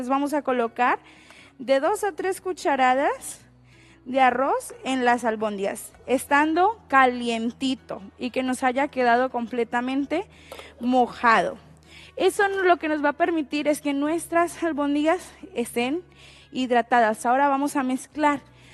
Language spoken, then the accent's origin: Spanish; Colombia; soy colombiana